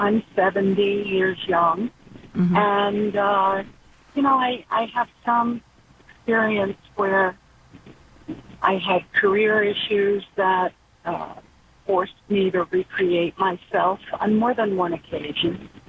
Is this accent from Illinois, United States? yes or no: no; New York, United States